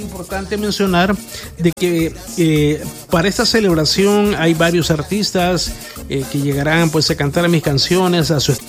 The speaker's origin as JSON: {"language": "Spanish", "region": "San Miguel", "country": "El Salvador", "said": "yo vengo de San Miguel."}